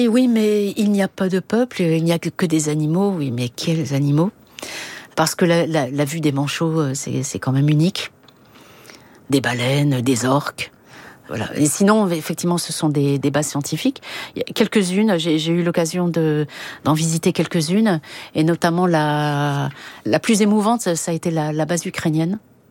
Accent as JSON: {"language": "French", "country": "France", "said": "chez nous, en France"}